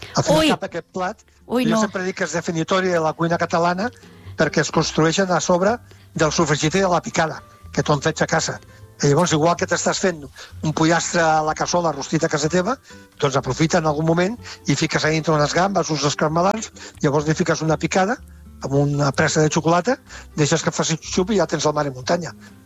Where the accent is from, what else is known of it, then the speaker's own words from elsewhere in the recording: Catalonia, Spain; o sigui, la manera com som catalans.